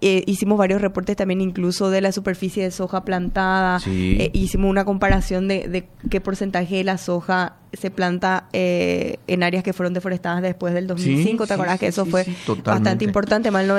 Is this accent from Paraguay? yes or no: yes; Paraguay; como paraguaya, para mí es un tremendo orgullo